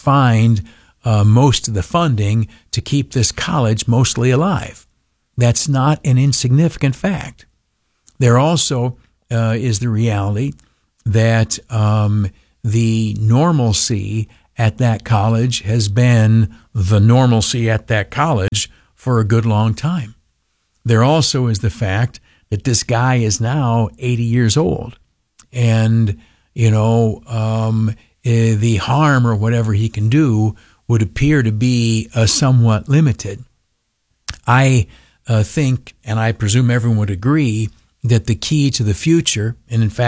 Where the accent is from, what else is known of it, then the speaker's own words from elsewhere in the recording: New York, United States; I'm a hillbilly from the Southern Tier.